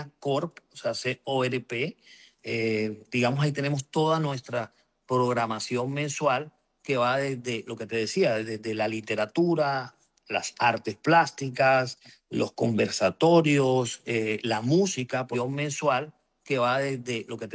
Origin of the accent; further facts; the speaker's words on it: Barranquilla, Atlántico, Colombia; yo como barranquillero, yo me siento muy orgulloso de que el presidente electo ha visto el poder gobernar de las regiones.